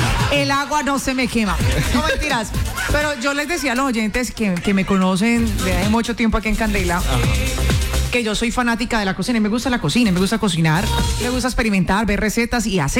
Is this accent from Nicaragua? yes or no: no; Cali, Valle del Cauca, Colombia; Soy una mala caleña.